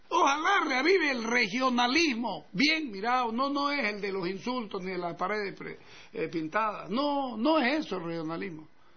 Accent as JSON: {"language": "Spanish", "region": "Santa Cruz", "country": "Bolivia", "said": "Santa Cruz es mi patria, Bolivia es mi país."}